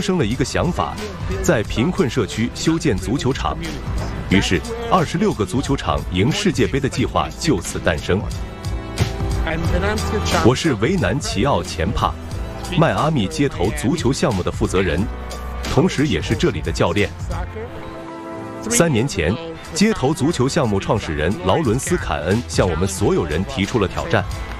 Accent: Italy; now in Miami, United States; 用我们意大利话说

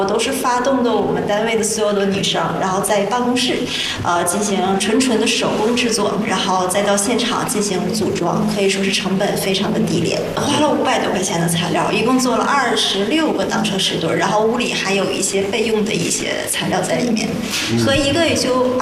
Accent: Northeast China, China; 然后觉得咱们东北人有他特有的一个幽默

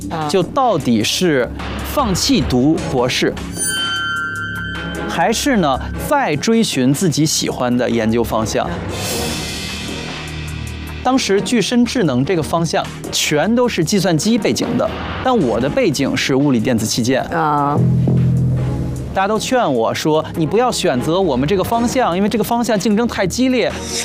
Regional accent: Beijing, China; 我自己呢是出生在海淀啊，长在海淀。

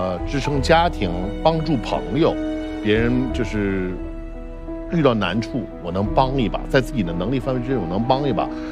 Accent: Changchun, Jilin, China; 因为我们小时候我们家对面是长春话剧院，我从小就接触这些舞台这东西。

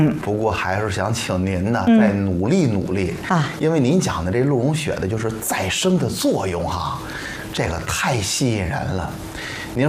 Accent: Xuzhou, Jiangsu, China

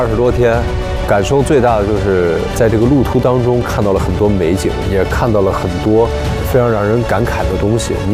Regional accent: Shandong, China; moved away; 作为山东人啊，我知道脚下的这片土地它得天独厚的地理条件

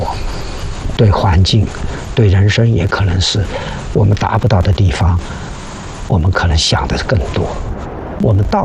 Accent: Guangxi, China; born or raised there

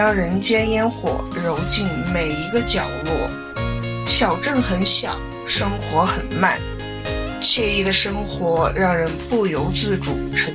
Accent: Tongren, Qinghai, China; 这是我的家乡宝安，一个山美水美的地方。比起大城市的喧嚣和繁华，我更喜欢这里的宁静、温暖和淳朴的人民。我的家乡是一个很小的地方

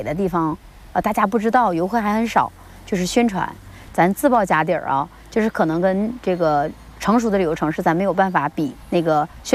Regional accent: Tahe, Heilongjiang, China; 这里是我出生长大的地方

